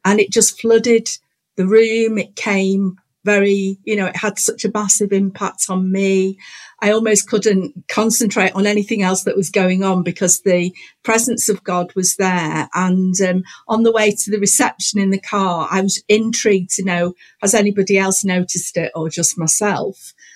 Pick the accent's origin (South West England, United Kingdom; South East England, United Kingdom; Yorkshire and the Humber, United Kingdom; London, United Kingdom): London, United Kingdom; Bromley; also born or lived in Manchester; Well, I was born in Manchester. So for the first 5 years, I was raised in Manchester, and then my dad got a job in computing, probably one of the first ever computers that was built. He worked on in London. So our family moved to Bromley in Kent